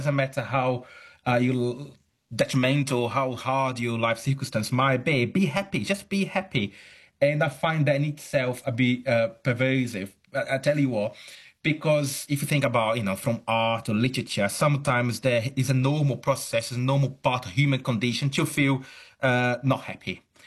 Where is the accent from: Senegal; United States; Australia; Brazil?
Brazil; now in United Kingdom; I'm originally from Brazil, though I'm academic at the University of Chichester in the UK. I see a lot of that also in Brazil.